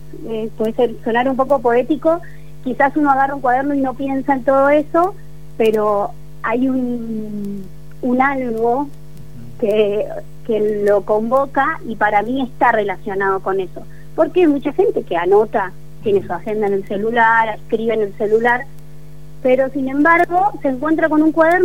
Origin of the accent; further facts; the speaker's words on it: Argentina; moved away as an adult; Yo soy de Buenos Aires, vivo acá hace como 12 años